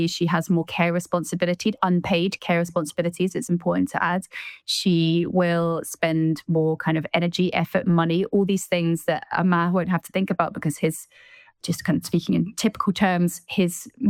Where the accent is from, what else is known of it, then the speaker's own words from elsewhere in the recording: Glenrothes, Scotland, United Kingdom; that felt very clearly like it had to be Glenrothes, my hometown, where this all began.